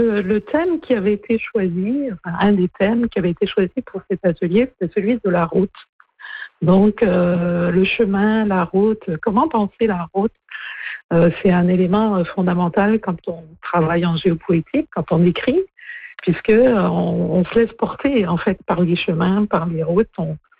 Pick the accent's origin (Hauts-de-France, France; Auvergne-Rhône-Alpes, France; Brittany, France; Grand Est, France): Brittany, France; now in Canada; quand on vient de Bretagne, c'est assez marquant.